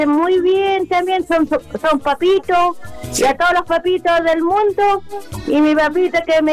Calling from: Panimávida, Maule, Chile; Soy de Villa Panimávida.

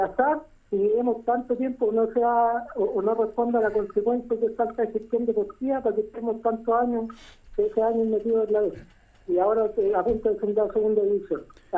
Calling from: Talca, Maule, Chile; Me llamo de Talca.

